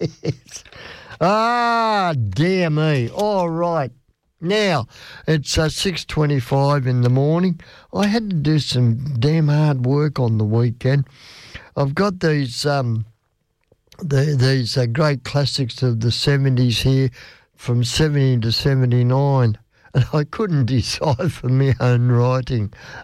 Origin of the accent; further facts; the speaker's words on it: Australia; And I am an Australian. I was born and bred here. And I'm proud of it too.